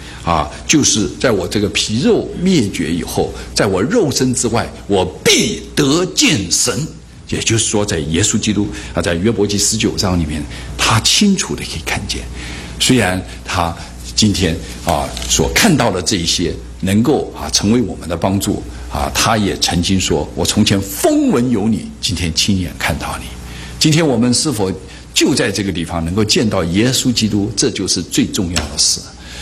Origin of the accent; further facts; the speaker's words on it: China; 所以我们中国人是什么都吃，那现在也活得蛮长的啊。